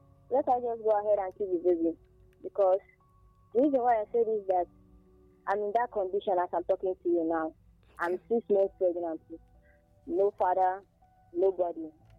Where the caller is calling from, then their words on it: Nigeria; I'm calling from Abuja in Kano West.